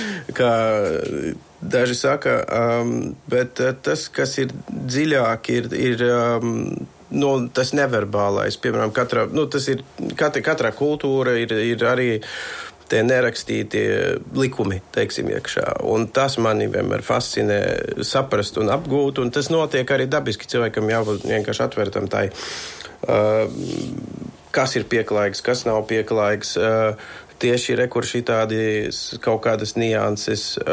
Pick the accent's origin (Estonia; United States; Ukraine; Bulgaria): Bulgaria; Latvian is a second language; also born or lived in Germany; now in Latvia; esmu pārsvara bērnību pavadījis Bulgārijā